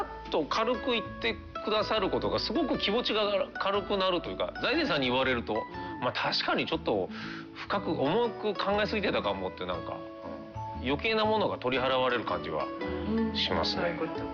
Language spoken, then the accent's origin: Japanese; Tokyo, Japan; born there; 僕は東京生まれ、うん、東京でも多摩地区の方なんだけど